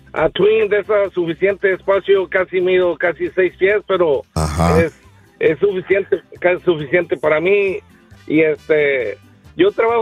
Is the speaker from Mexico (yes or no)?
yes; Coahuila, Mexico; Y soy de Coahuila, que le mando un saludo a Mario.